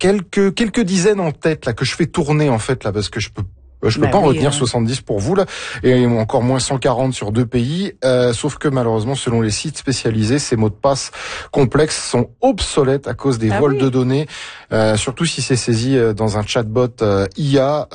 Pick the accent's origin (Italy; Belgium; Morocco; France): France; moved away as an adult; now in Canada; moi, qui vis entre deux pays, puisque je suis français et immigré au Canada